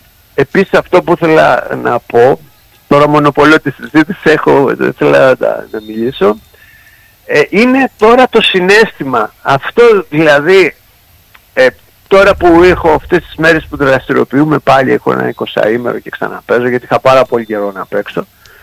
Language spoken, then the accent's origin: Greek; Kiato, Peloponnese, Greece; now in Athens, Greece; είμαστε όλοι από το Κιάτο και βρισκόμαστε εδώ στο Κιάτο, εγώ έχω τα τελευταία χρόνια ζούσα στην Αθήνα, αλλά τα καλοκαίρια είμαι εδώ